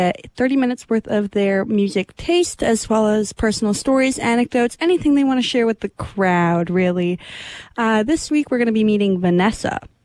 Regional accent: Toronto, Ontario, Canada; now in Halifax, Canada; I'm originally from Toronto

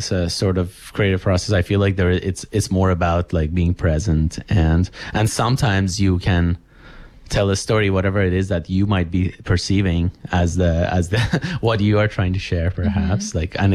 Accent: Tehran, Tehran Province, Iran; moved away; also born or lived in India; I grew up in Iran, in Tehran

